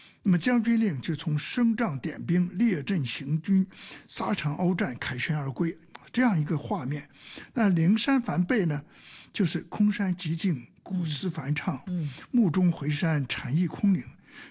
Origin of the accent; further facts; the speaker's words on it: Hong Kong; 但我们香港人喜欢这么说交响化